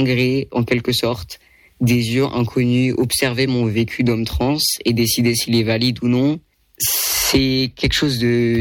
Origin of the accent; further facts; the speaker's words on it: France; born there; c'est facilité par le fait que je suis français, je suis né en France.